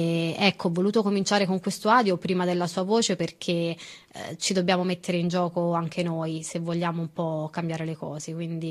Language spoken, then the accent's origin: Italian; Calabria, Italy; sono calabrese, che però effettivamente davanti al Marocco, quindi i miei tratti spesso venivano confusi